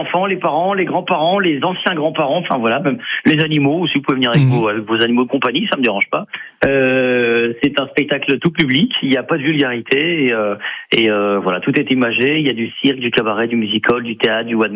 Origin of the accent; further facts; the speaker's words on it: France; je suis français